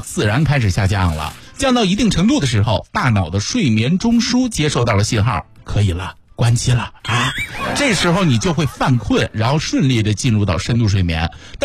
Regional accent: China; 我们中国人有一个习惯，

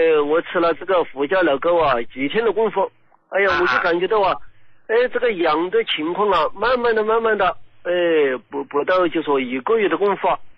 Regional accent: Sichuan, China; 胡老师啊，我是四川的一个听众。

